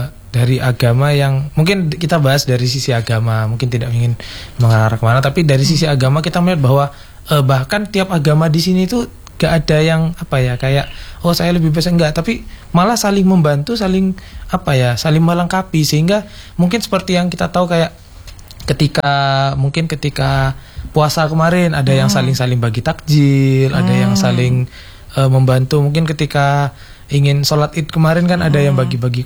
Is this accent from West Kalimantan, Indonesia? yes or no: no; Pekanbaru, Riau, Indonesia; now in Jember, Indonesia; Jadi saya itu lahirnya di sini karena memang keluarga asli di sini, cuman karena orang tua bekerja di Riau di Pekanbaru, itu akhirnya saya pindah dari lahir.